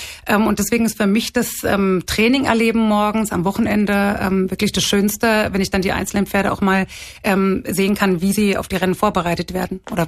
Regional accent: Cologne, North Rhine-Westphalia, Germany; born there; moved away; ich bin in Köln geboren. Mein Papa war schon Trainer, Besitzertrainer. Meine Mutter hat im Gestüt gelernt, in einem Vollblutgestüt. Und die haben zusammen in Köln auf der Pferderennbahn gearbeitet. Da wurden wir dann geboren.

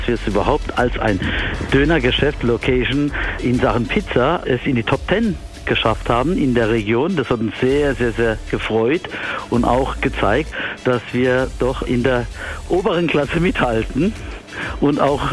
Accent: Turkey; Als Türke

